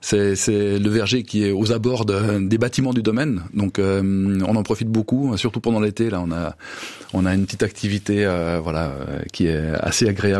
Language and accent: French; Denain, Hauts-de-France, France; Moi, je suis né à Denain. C'est là que j'ai fait ma vie.